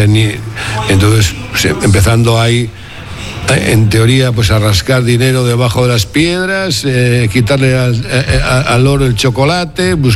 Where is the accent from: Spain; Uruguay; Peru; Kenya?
Spain; Bilbao, Basque Country; no parece corresponderse con lo que somos los bilbaínos, ¿no?